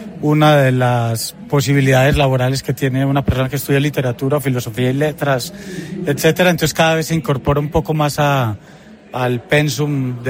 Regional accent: Colombia; moved away; Una personal, como te decía, yo soy colombiano. Antes de irme... participé en la Filbo varias veces

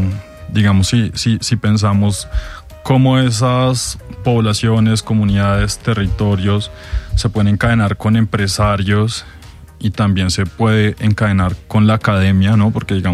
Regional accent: Chía, Cundinamarca, Colombia; nosotros somos de Chía y entonces ahí en los pueblitos uno se conoce con todo el mundo desde hace tiempo, sí.

